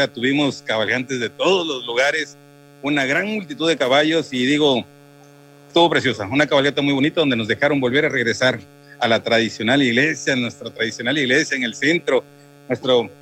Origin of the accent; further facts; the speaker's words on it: Mexico; somos gente de a caballo porque somos mexicanos.